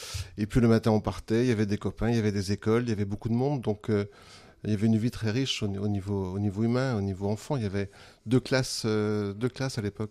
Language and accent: French; Saint-Baudel, Centre-Val de Loire, France; also born or lived in Bourges; Je suis un Berrichon de naissance. Je suis né à Bourges, mais j'ai vécu toute mon enfance à Saint-Baudel. Saint-Baudel, c'est un village entre Lignières et Châteauneuf-sur-Cher.